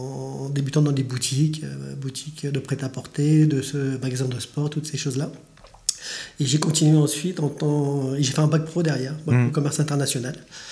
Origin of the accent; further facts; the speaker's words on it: Île-de-France, France; Donc moi, je suis originaire de l'Île-de-France.